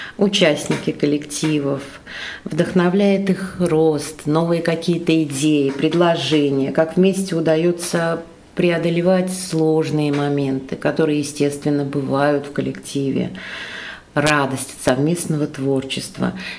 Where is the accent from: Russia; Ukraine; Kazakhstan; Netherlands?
Russia; Ostashkov, Tver Oblast; now in Svyatoye, Russia; Да, конечно, все детство мое прошло в Осташкове